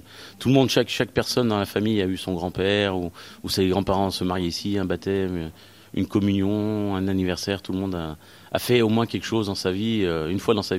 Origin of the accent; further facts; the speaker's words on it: Bourg-en-Bresse, Auvergne-Rhône-Alpes, France; même si je suis pas d'ici, je suis lyonnais, enfin même de Bourg-en-Bresse.